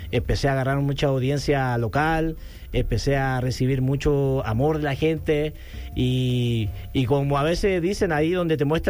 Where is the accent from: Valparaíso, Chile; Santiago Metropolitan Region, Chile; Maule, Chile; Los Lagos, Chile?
Valparaíso, Chile; Viña del Mar; now in Los Angeles, United States; yo crecí en Chile, pero he vivido la mayor parte de mi vida en Los Ángeles, en California.